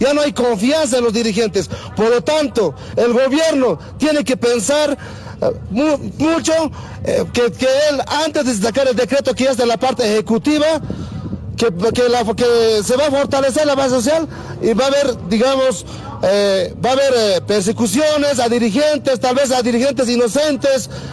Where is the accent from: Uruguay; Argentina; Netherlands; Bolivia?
Bolivia; todos somos bolivianos, hermanos bolivianos